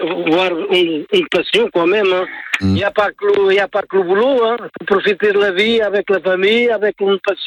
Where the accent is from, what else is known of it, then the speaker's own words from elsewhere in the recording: Portugal; moved away as an adult; now in France; chez nous, au Portugal